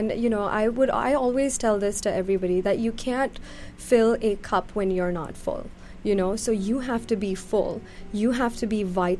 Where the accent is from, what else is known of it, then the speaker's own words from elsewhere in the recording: Pune, Maharashtra, India; moved away as an adult; also born or lived in Ocala, Florida; now in Dallas-Fort Worth, United States; So I grew up in Pune. In India, I completed my medical schooling there.